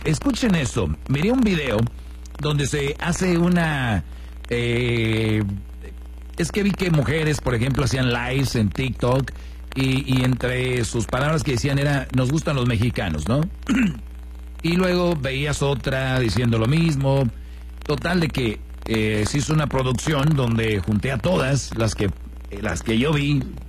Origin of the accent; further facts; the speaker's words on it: Mexico; Yo soy de México.